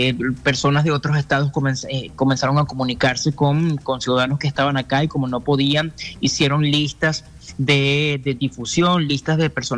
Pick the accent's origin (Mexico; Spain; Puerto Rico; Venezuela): Venezuela; mis connacionales venezolanos